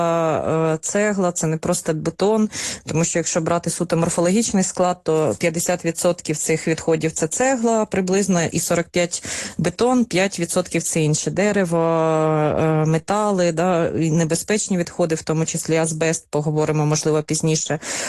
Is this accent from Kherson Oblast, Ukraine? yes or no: yes; Kherson, Kherson Oblast, Ukraine; я з Херсона